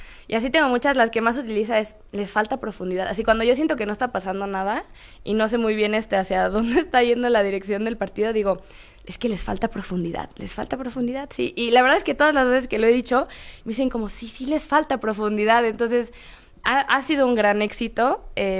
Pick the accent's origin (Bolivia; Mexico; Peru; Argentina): Mexico; Creo que ha sido una experiencia muy padre y además pues que somos muy afortunados como mexicanos de recibir a tantos extranjeros